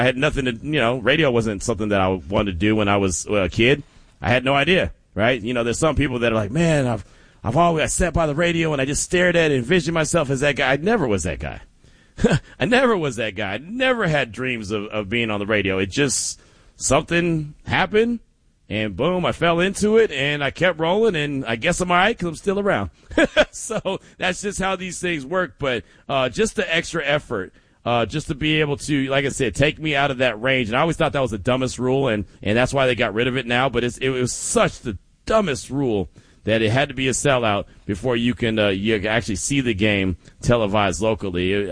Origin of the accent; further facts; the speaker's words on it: the Bay Area, California, United States; I grew up in the Bay